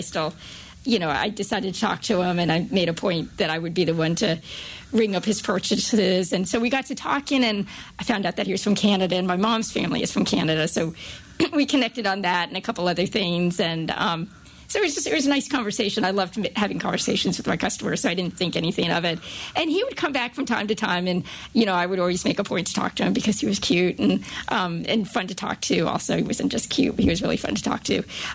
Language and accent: English; North Carolina, United States; I'm from North Carolina. I've always lived here.